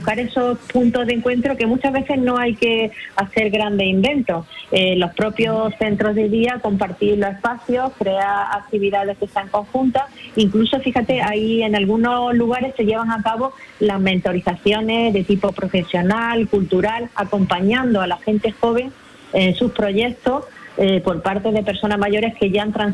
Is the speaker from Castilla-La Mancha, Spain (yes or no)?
no; Linares, Andalusia, Spain; Yo nací en un barrio, en Linares, en el barrio de Santa Ana